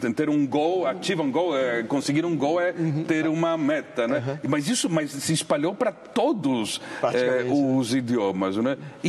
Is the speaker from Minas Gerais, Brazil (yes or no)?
no; Londrina, Paraná, Brazil; moved away as an adult; now in Buenos Aires, Argentina; porque eu sou de Londrina, me criei em Londrina.